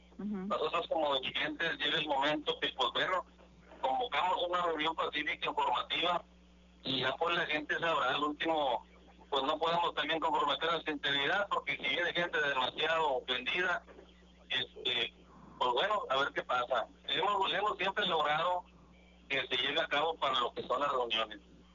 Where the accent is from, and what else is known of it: Tamaulipas, Mexico